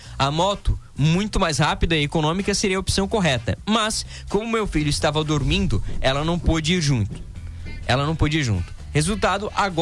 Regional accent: São Paulo, Brazil; um mora em outro estado, em Goiás, 4 anos, e sou de São Paulo.

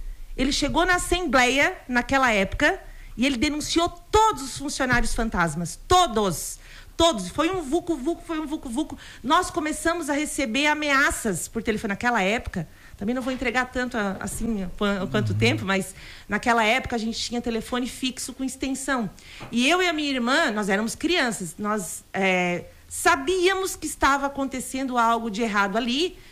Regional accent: São Miguel do Oeste, Santa Catarina, Brazil; born there; E quando eu nasci, eu já nasci em São Miguel do Oeste. O pai já estava transferido, né? Então, assim, a gente foi crescendo.

